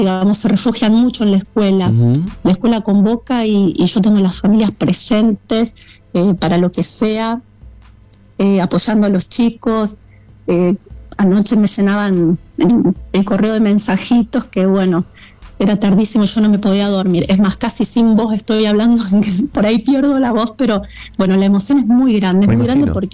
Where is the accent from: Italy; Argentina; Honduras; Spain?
Argentina; San José de la Esquina, Santa Fe; y en mi pueblo, yo soy de San José de la Esquina.